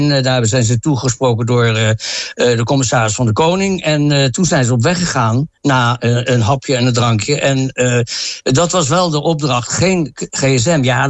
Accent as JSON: {"language": "Dutch", "town": "The Hague", "region": "South Holland", "country": "Netherlands", "moved": "yes", "lives_now": "Drenthe, Netherlands", "said": "want ik kom uit Den Haag."}